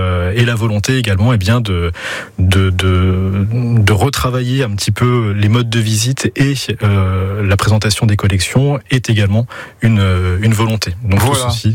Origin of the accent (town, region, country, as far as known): Grand Est, France; now in Finistère, France